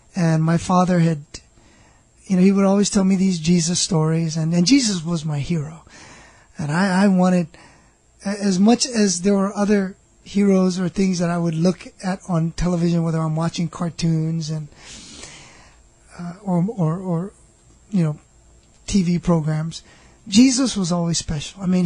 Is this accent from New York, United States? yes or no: no; Maunalua, Hawaii, United States; Well, I grew up here in Hawaii, in a nice little area called Mauna Lua.